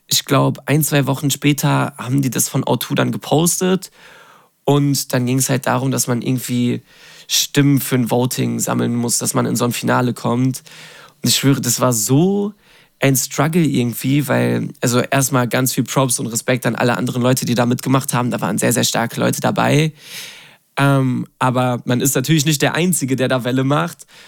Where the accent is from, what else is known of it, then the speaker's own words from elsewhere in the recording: Dortmund, North Rhine-Westphalia, Germany; Und ich komme halt aus Dortmund